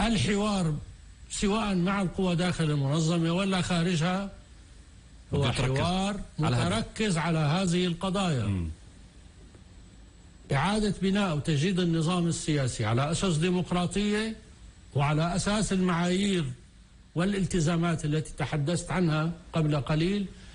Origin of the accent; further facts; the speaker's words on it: Palestine; احنا كل ما يتعلق فينا كفلسطينيين